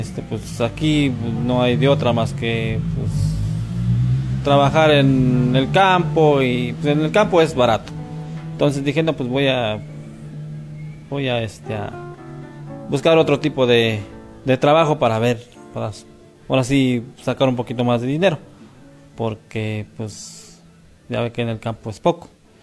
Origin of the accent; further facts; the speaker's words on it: Medio Monte, Hidalgo, Mexico; moved away as an adult; now in San Bartolo Tutotepec, Mexico; yo soy de Medio Monte, originario de Medio Monte, pero ahora sí que me casé, me vine para acá a San Bartolo.